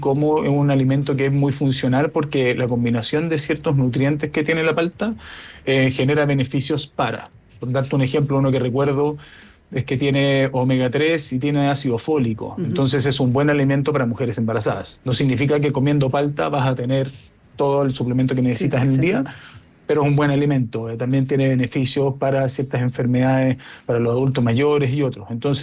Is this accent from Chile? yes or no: yes; Chile; para mí como chileno